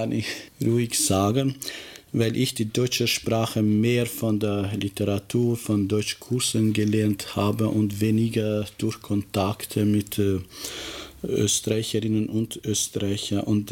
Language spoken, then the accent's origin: German; Kosovo; first language Albanian; German is a second language; now in Germany; Ich bin Albaner, ich komme aus Kosovo.